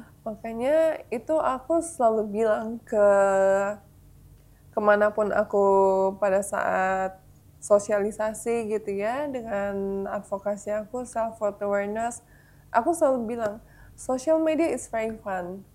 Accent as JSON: {"language": "Indonesian", "region": "Jakarta", "country": "Indonesia", "tie": "born there", "said": "Aku lahirnya di Jakarta. tapi keluarga itu dari Kalimantan Utara."}